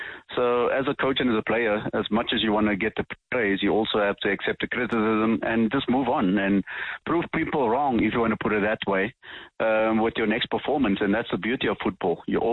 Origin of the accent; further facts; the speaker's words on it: South Africa; No, listen, we're South African. We always got to have snacks.